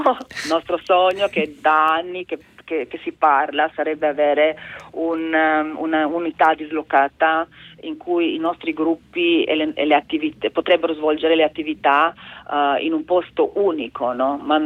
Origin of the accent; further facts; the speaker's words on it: Lucija, Slovenia; Per me personalmente, che sono di Santa Lucia.